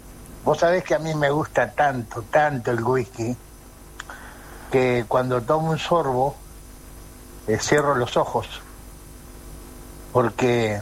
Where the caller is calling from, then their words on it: Montevideo, Uruguay; de Sayago